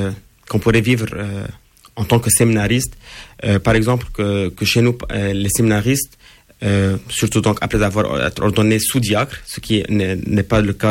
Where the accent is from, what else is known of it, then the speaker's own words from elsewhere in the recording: Lebanon; en tant que Libanais en premier lieu, en tant que chrétien